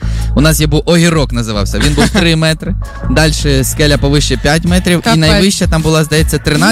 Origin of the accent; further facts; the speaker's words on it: Zaporizhzhia, Zaporizhzhia Oblast, Ukraine; я згадую своє дитинство. Що там було? Там ми їздили на острів Хортиця, в Запоріжжі, і стрибали зі скель.